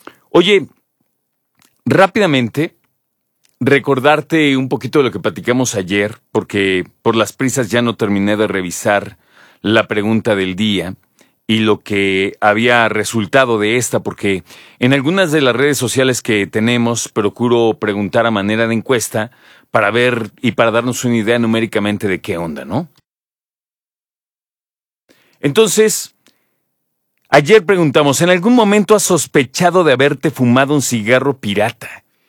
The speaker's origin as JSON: {"language": "Spanish", "country": "Mexico", "said": "si yo como mexicano cuando voy a otro país"}